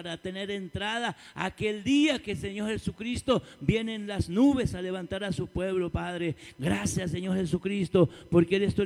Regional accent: Colombia; mi país, Colombia

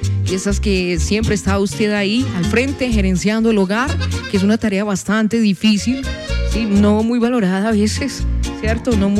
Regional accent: Colombia; Que como colombianos llevamos en las venas, ¿sí? En nuestra idiosincrasia.

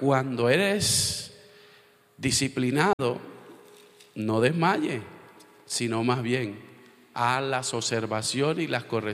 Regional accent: La Guajira, Colombia; la casa donde mis padres, que me dejaron mis padres en La Guajira, la casa que me dejó mi papá y mi mamá, a mí y a mi hermana

